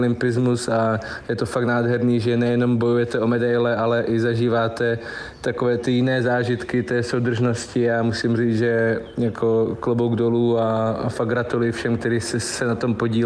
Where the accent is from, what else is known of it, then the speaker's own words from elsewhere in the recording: Zlín Region, Czechia; jsem mohl nést vlajku ještě za Zlínský kraj, jsem hrdý na to, odkud pocházím